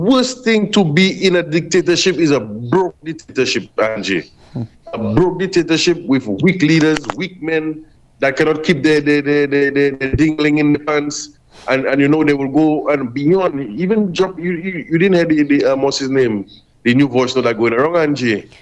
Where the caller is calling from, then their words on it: St. Lucia; St. Lucia ended up staying under the English, and that's why we're English today.